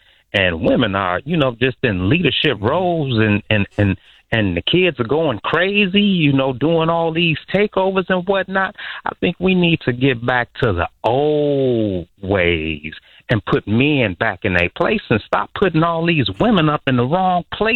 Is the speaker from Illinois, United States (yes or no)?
yes; Chicago, Illinois, United States; I'm born and raised in Chicago.